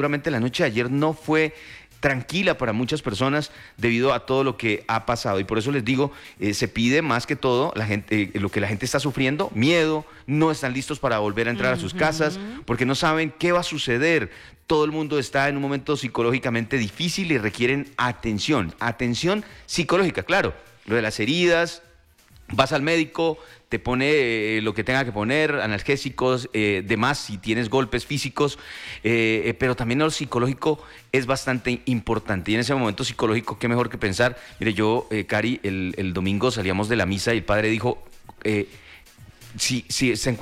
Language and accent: Spanish; Colombia